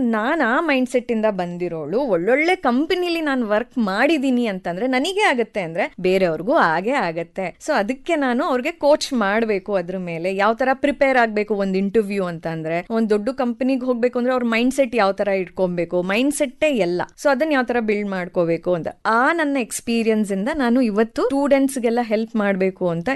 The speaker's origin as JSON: {"language": "Kannada", "town": "Hassan", "region": "Karnataka", "country": "India", "moved": "yes", "said": "ನಾನು ಒಂದು ಸಣ್ಣ ಊರಿಂದ ಬಂದಿದ್ದು, ಹಾಸನ್ ಅವಳು."}